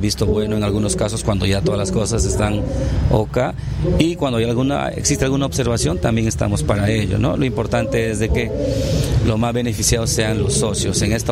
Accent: Lamas, San Martín, Peru; Yo lo conozco desde niño porque yo soy natural de Lamas, pero ya vivo fuera de la ciudad por muchos años

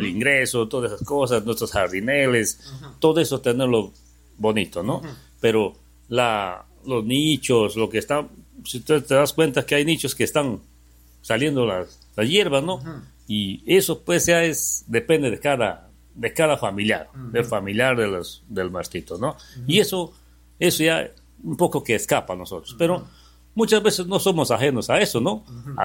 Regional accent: Bellavista, San Martín, Peru; now in Lamas, Peru; Por si yo no soy de Lamas, ¿no? Yo soy de Bellavista, pero ya me siento ser parte de Lamas porque vivo acá, me cobija Lamas, mi familia es de acá y tengo ese amor a Lamas, ¿no?

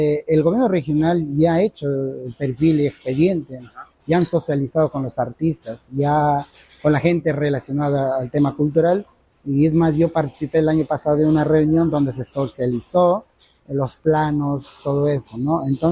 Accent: Lamas, San Martín, Peru; Yo soy de Lamas. Lamas no tiene un museo público

